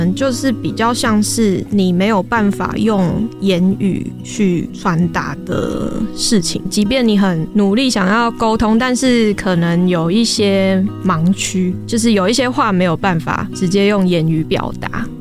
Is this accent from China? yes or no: no; Taiwan; 身为一个台湾人，应该要写写看台语吧